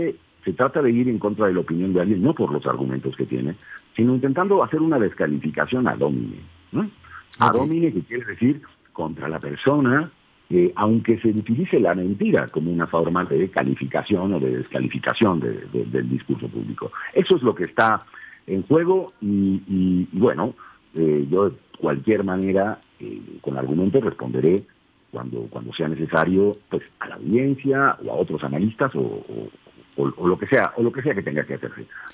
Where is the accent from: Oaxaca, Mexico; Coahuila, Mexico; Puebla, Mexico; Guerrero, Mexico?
Puebla, Mexico; born there; yo nací en Puebla, soy orgullosa y salvajemente poblano, primero.